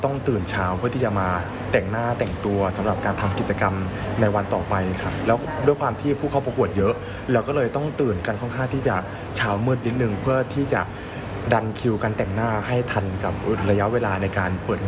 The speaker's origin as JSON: {"language": "Thai", "region": "Buriram", "country": "Thailand", "tie": "born or raised there", "also_born_or_lived": "Samut Sakhon", "lives_now": "Phetchaburi, Thailand", "said": "คือตั้งแต่เกิด … เป็นคนสมุทรสาครแล้วก็ย้ายถิ่นฐานมาอยู่ที่จังหวัดบุรีรัมย์แล้วก็เรียนตั้งแต่ประถมจนมัธยมและในช่วงมหาลัยก็ย้ายมาอยู่ที่เพชรบุรีค่ะ"}